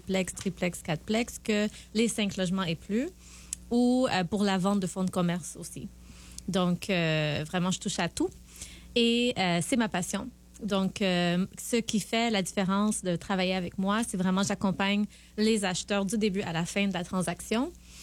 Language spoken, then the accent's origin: French; Montreal, Quebec, Canada; also born or lived in Seychelles; je suis Seychelloise. Je suis née aux îles Seychelles et okay. J'ai immigré ici avec ma famille. Donc, j'ai grandi à Montréal. Donc, je suis un produit de la loi 101 aussi.